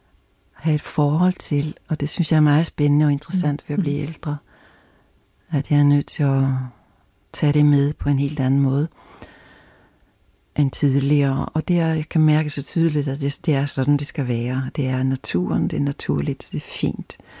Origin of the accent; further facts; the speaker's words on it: Ostrobothnia, Finland; moved away; Jeg savner min dialekt indimellem, og så har jeg en god veninde, som jeg altid taler vores hjemme. Stavns dialekt med hende